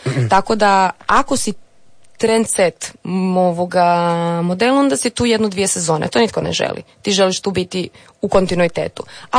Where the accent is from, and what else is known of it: Croatia